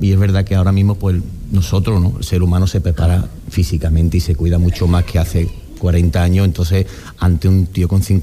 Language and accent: Spanish; Salteras, Andalusia, Spain; born or raised there